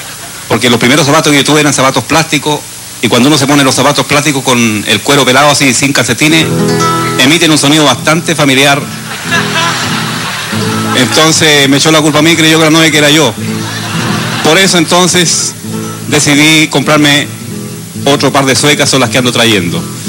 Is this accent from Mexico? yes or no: no; Temuco, Araucanía, Chile; Pero las mujeres de mi tierra, no de las de aquí, las de Quinola, de allá de Temuco.